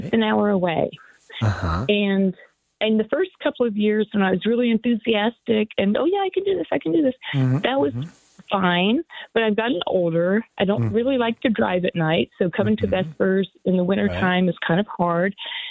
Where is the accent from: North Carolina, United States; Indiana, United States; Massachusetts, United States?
North Carolina, United States; born there; also born or lived in Charleston, South Carolina; No, I was born in North Carolina. My father was Air Force and spent 20 years as a pilot. We moved around a lot.